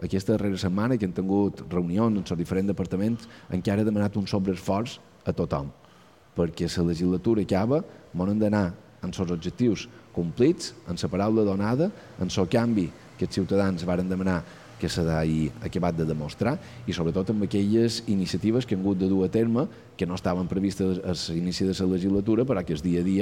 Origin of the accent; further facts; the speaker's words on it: Mallorca, Balearic Islands, Spain; Som mallorquins